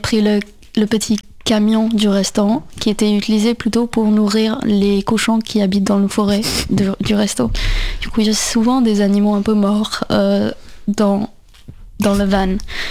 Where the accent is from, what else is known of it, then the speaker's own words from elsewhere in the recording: India; moved away; j'ai grandi en Inde et la première fois que je suis venue en France, c'était en 2012